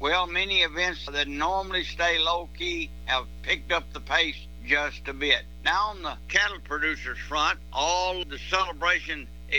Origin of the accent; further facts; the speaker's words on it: Texas, United States; from East Texas for the Texas Farm Bureau Roundup.